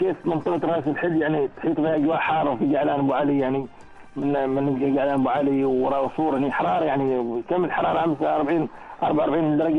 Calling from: Oman; يعني في أجواء حارة في أجواء باردة في عندنا في سلطنة عمان

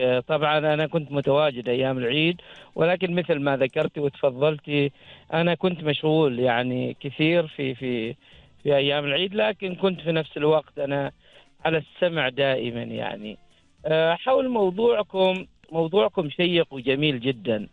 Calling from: Bidbid, Ad Dakhiliyah, Oman; من نفعة ولاية بدبد.

